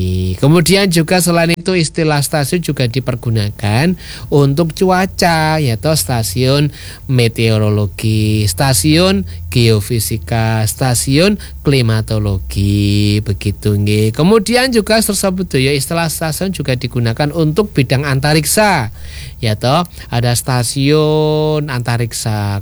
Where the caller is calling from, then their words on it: Special Region of Yogyakarta, Indonesia; Saya dari Jalan Pantai Trisik Kunjam stasiun RRI Mas.